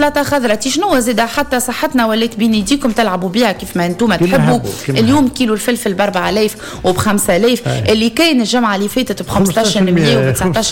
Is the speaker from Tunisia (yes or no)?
yes; Tunisia; احنا كتوينسة